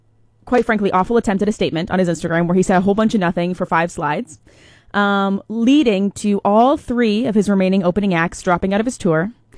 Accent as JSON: {"language": "English", "country": "Ireland", "said": "And as an Irish person, we are not standing for this."}